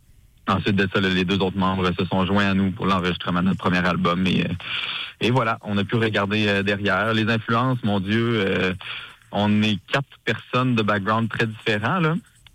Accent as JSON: {"language": "French", "region": "Quebec", "country": "Canada", "said": "moi je viens de l'Abitibi"}